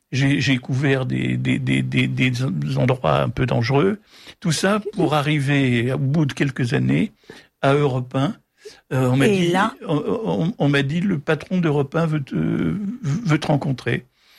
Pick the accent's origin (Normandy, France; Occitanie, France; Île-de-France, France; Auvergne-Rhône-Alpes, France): Île-de-France, France; Paris; J'ai dit bah non, moi je serais bien resté, mais je suis parisien, je veux quand même retrouver ma famille à Paris, donc je suis remonté à Paris, et j'ai cherché du boulot.